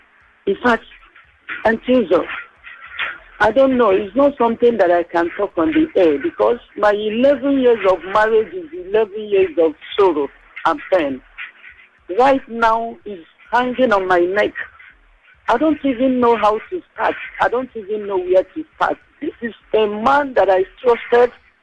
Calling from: Lagos, Nigeria; I'm calling you from Oshodi.

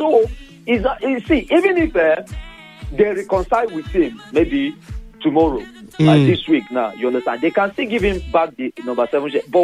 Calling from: Alimosho, Lagos, Nigeria; from AIT Road, Alabama.

